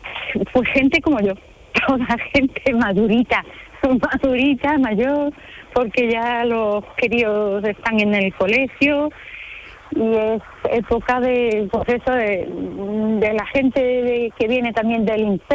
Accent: San Fernando, Andalusia, Spain; born there; moved away; Pero voy a San Fernando, que es mi pueblo

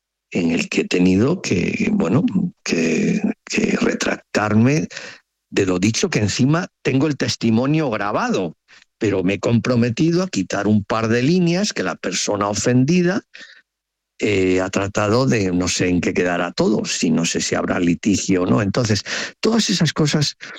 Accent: Galicia, Spain; first language Spanish; aunque yo soy gallego, soy castellano parlante, ni lo hablo, ni lo leo, pero lo entiendo, oralmente lo entiendo.

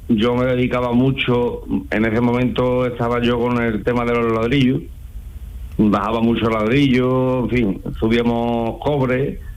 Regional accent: Villalba del Alcor, Andalusia, Spain; Yo soy de Villalba del Arcó.

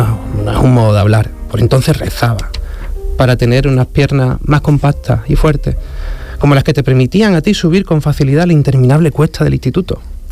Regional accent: Huelva, Andalusia, Spain; yo creo que muchos andaluces, sobre todo los que somos fronterizos, ya sea que yo soy de Huelva, tenemos una pasión portuguesa inevitable, ¿no?

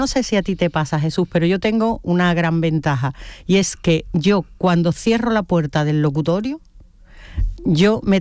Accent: Huelva, Andalusia, Spain; moved away as an adult; now in Seville, Spain; Pues sí, soy muy de Huelva

